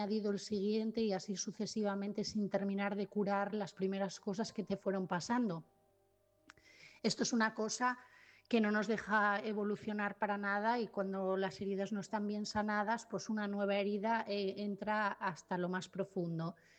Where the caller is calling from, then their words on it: Asturias, Spain; de Asturias